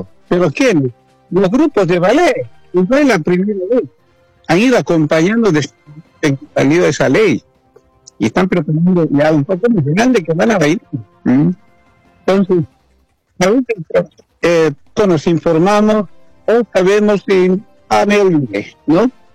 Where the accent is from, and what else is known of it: Bolivia; moved away